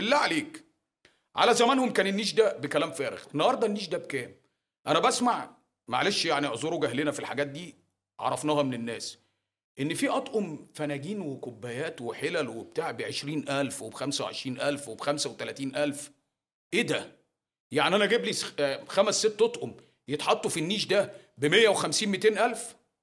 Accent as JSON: {"language": "Arabic", "town": "Alexandria", "region": "Alexandria Governorate", "country": "Egypt", "accent": "Alexandrian", "said": "يعني أنا لهجتي كاسكندراني غير لهجة البورسعيدي غير لهجة اللي في جينا."}